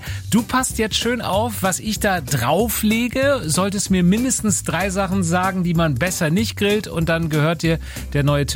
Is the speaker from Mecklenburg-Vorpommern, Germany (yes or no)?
no; Taucha, Saxony, Germany; Ah ja, Mensch, hier, meine Ecke, Nordsachsen. Ich komme ja aus Taucher.